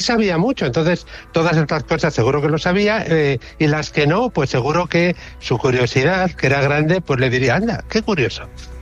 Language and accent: Spanish; Spain; somos españoles